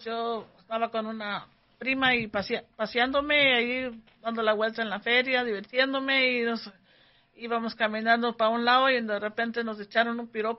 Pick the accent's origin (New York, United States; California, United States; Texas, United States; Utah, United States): California, United States; Y Hugo es de Guatemala y yo soy de aquí, de California.